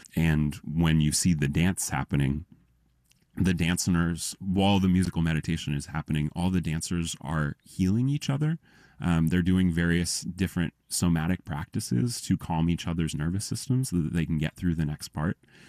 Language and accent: English; Colorado, United States; growing up in Colorado